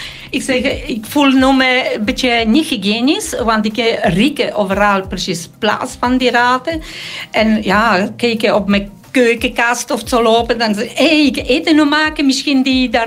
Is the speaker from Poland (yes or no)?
yes; Poland; Dutch is a second language; Nee, ik kom van Polen, mijn boerendochter. Ik ben niet zo snel bang.